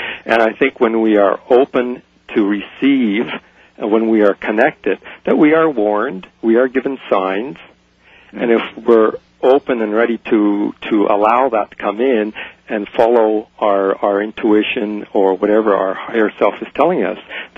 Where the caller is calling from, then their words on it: Vancouver, British Columbia, Canada; I'm calling you from Vancouver, B.C., 1410 C-Fund. It's where I listen to you.